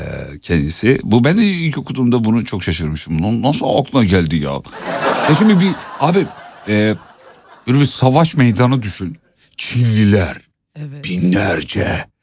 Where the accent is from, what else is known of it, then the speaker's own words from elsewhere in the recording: Kocaeli, Turkey; Anne baba Erzurumlu, ben doğma büyüme Kocaeli. Aslım Erzurum yani.